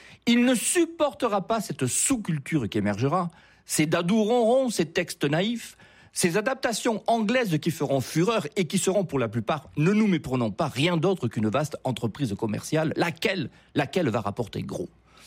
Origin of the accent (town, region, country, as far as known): France